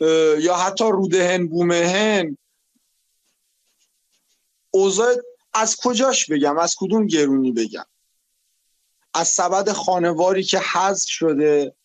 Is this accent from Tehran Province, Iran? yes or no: yes; Tehran, Tehran Province, Iran; now in Shiraz, Iran; چون من اصالتا بزرگ شده تهرانم،